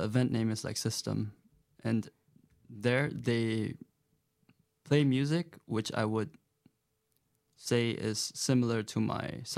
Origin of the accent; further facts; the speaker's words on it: Myanmar; moved away; I grew up in Myanmar, so mm-hmm. I always tell people I'm from Myanmar.